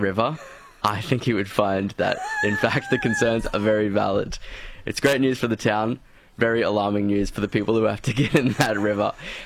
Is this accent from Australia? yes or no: yes; Rockhampton, Queensland, Australia; as somebody who's born and raised in Rockhampton